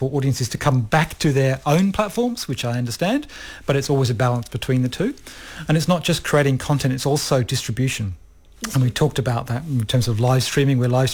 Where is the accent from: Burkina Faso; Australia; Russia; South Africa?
Australia; moved away; as your audience may be able to hear, I'm Australian by background.